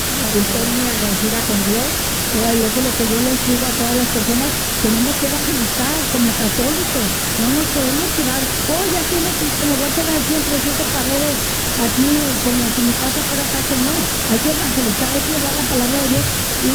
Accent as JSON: {"language": "Spanish", "country": "Puerto Rico", "said": "Yo soy de Puerto Rico."}